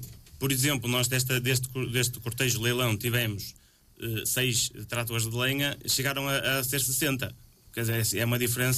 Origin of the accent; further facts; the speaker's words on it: Vila Nova de Gaia, Porto, Portugal; Para além de ser as festas da minha terra, eu sempre morei muito em cima da festa, ou seja, a minha casa é mesmo no largo da festa.